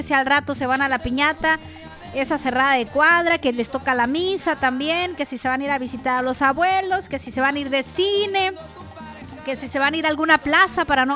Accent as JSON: {"language": "Spanish", "region": "Sinaloa", "country": "Mexico", "said": "Somos mexicanos, ajúa. Somos, y luego orgullosamente, sinaloenses."}